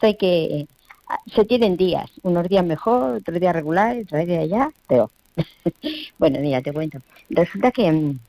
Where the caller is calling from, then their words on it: Cuenca, Castilla-La Mancha, Spain; yo vivo en Cuenca.